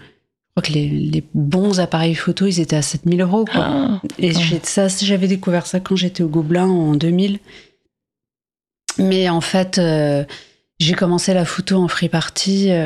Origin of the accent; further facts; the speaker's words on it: France; born there; je suis née en France.